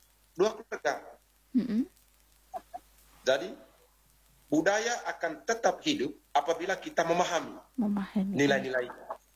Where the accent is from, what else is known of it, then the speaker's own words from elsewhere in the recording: Manggarai, East Nusa Tenggara, Indonesia; kita sebagai orang Manggarai